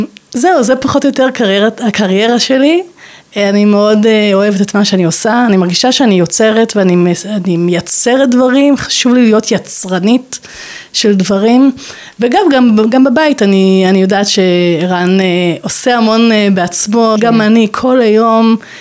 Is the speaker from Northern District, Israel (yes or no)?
no; Hadera, Haifa District, Israel; born there; נולדתי בחדרה, משפחה נורמטיבית לחלוטין, מראשוני חדרה, ממש עם היסטוריה יפה כזו